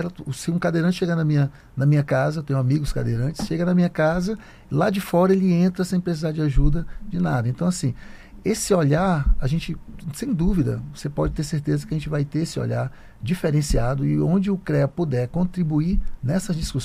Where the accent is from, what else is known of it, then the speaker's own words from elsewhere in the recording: Roraima, Brazil; born there; Eu sou roraimense, sou nascido aqui